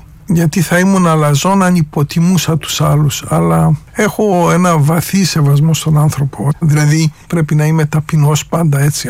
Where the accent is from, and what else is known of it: Greece; moved away as an adult; now in France